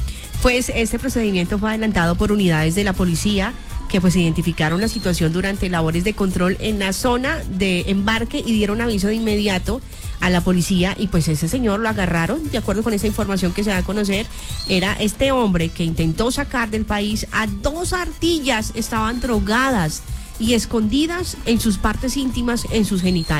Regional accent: Colombia

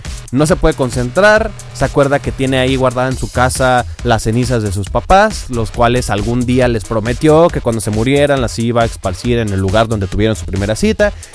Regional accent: San Miguel de Allende, Guanajuato, Mexico; Yo soy de San Miguel de Allende.

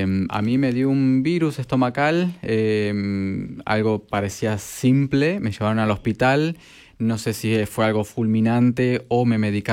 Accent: Buenos Aires, Argentina; also born or lived in Villa Mercedes, San Luis; Mis papás se mudaron acá a Buenos Aires cuando yo tenía un añito, así que me crié en Buenos Aires

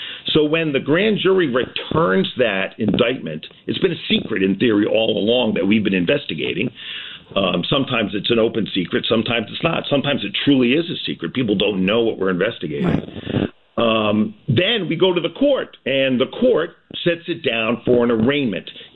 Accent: Jamestown, Rhode Island, United States; And those clerks, particularly in the small towns like Jamestown, my hometown, it's so small, there aren't a lot of signatures to compare

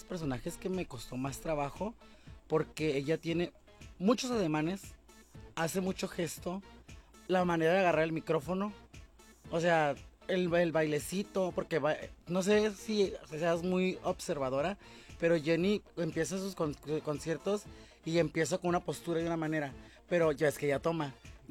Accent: Sinaloa, Mexico; Porque pues me gustaba, soy de Sinaloa, me gusta la banda.

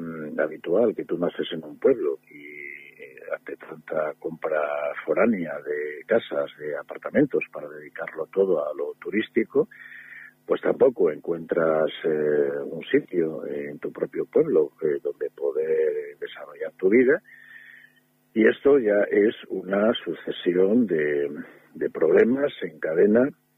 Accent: Spain; Ya sabemos que, como somos los españoles, a la hora de protestar parece que todo va formidablemente bien

